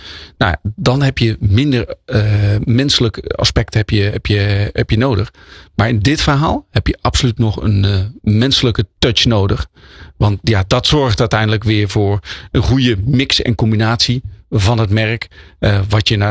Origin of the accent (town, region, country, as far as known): Netherlands